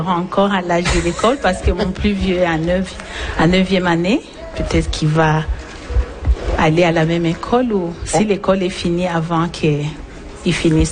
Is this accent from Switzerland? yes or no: no; Bukavu, South Kivu, DR Congo; moved away as an adult; now in Canada; Non, je viens de l'Est, de Bukavu.